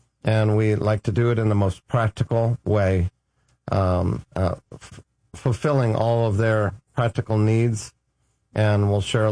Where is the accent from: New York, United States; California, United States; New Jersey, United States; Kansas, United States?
California, United States; Los Angeles; moved away as an adult; now in Israel; I immigrated to Israel from Los Angeles, California, over 30 years ago.